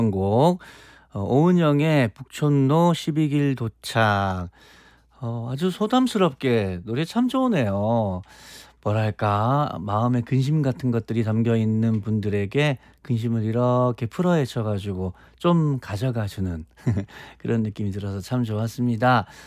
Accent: Daegu, South Korea; 돼지 막창 본고장인 제가 대구 출신이잖아요.

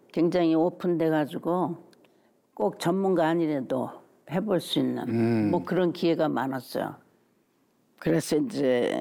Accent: South Korea; moved away; also born or lived in New York / India

